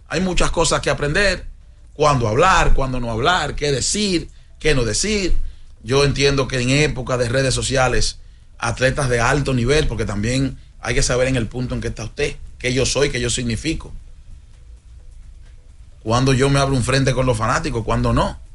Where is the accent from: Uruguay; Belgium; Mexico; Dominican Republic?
Dominican Republic; Santo Domingo, Distrito Nacional; mi hermano Sandy, nos criamos en Capotillo los dos